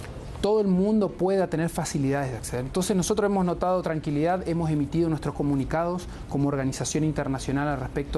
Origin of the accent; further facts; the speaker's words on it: Argentina; por lo menos yo que vengo desde Argentina